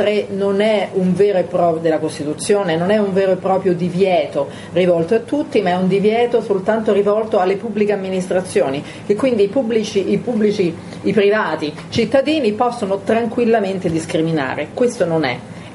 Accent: Rome, Lazio, Italy; born there; proprio qui, nella mia città natale.

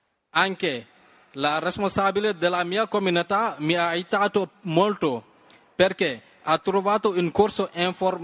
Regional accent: Louga, Senegal; also born or lived in Ngansar; now in Italy; Sono nato in un piccolo villaggio che si chiama Ngansar, ma sono cresciuto a Louga.

